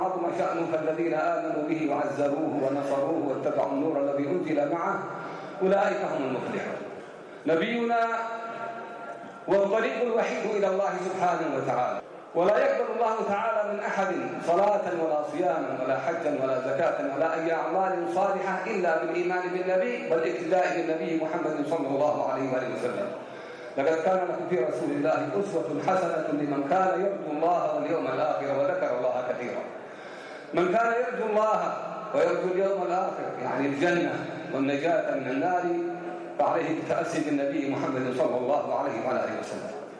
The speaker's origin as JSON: {"language": "Arabic", "country": "Yemen", "said": "نحن كشعب يمني والحمد لله في ضريعة الشعوب التي تحتفي بميلاد رسول الله"}